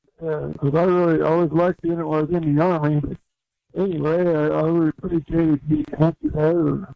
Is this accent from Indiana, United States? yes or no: yes; Vincennes, Indiana, United States; I'm from Vincennes, Indiana. I listen to the show every morning at 11 o'clock.